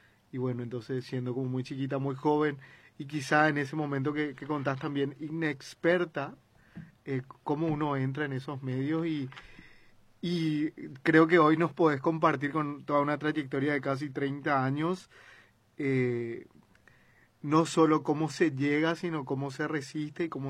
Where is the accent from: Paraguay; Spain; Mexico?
Paraguay; en nuestra cultura como paraguaya